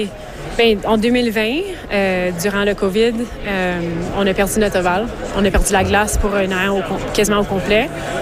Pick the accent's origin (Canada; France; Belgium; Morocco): Canada; Ottawa, Ontario; moved away as an adult; also born or lived in Montreal; now in Calgary, Canada; Je viens d'Ottawa. J'ai grandi à Ottawa, puis j'ai déménagé à Montréal pour le patinage de vitesse en courte piste